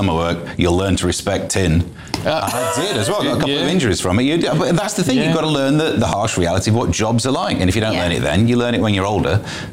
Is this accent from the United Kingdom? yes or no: yes; Mansfield, East Midlands, United Kingdom; I grew up in Mansfield and, you know, working class background.